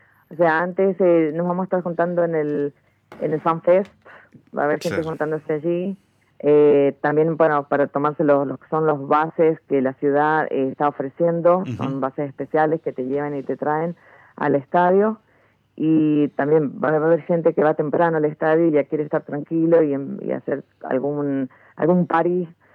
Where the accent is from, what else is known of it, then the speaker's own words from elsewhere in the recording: Mendoza, Argentina; now in Kansas City, United States; Sí, muchas gracias a ustedes y saludos por allá a Mendoza.